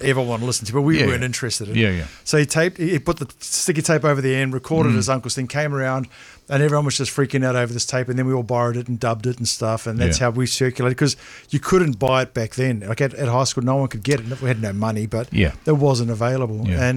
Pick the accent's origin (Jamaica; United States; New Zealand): New Zealand; growing up in New Zealand